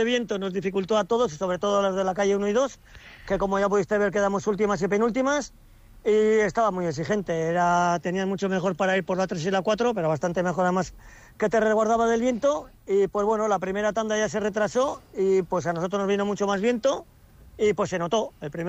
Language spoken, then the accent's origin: Spanish; Pasaia, Basque Country, Spain; soy de San Pedro, he remado también en San Pedro, y claro, los que somos de ahí de la bahía